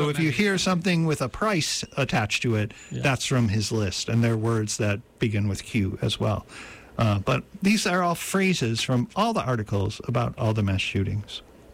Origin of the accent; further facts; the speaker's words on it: Buffalo, New York, United States; moved away; my hometown of Buffalo, New York.